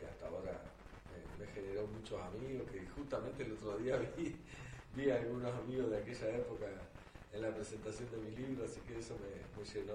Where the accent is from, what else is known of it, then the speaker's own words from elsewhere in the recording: Artigas, Uruguay; moved away as an adult; now in Salto, Uruguay; desde que vine a Salto, porque yo no soy de Salto, soy de un pueblo que está cerca de Bellamión, ahí en el corazón de la Caña de Azúcar, que se llama Calpica.